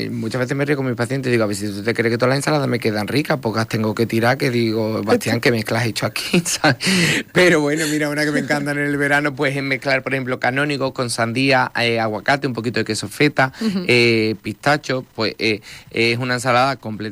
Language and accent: Spanish; Andalusia, Spain; somos andaluces, nuestra dieta es maravillosa.